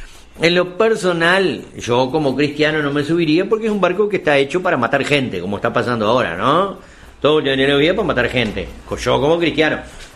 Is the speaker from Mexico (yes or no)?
no; Uruguay; estamos en Uruguay, somos uruguayos.